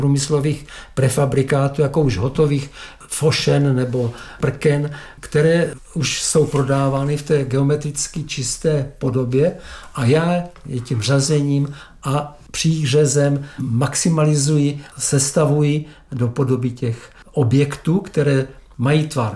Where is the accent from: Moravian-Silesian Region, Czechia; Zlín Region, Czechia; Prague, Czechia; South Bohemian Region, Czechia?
Moravian-Silesian Region, Czechia; Nový Jičín; jako dítě jsem v Novém Jičíně chodil ulicemi